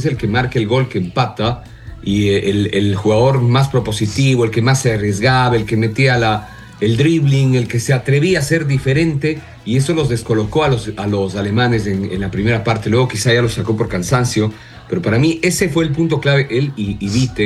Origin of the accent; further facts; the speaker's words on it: Ecuador; Como somos los ecuatorianos.